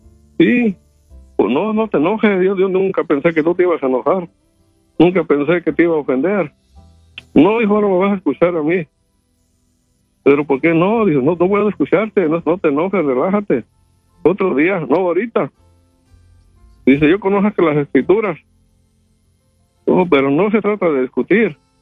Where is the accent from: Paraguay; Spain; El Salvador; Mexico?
Mexico; moved away as an adult; now in United States; hasta antes de salir a México a venir a trabajar, que por muchos años a Estados Unidos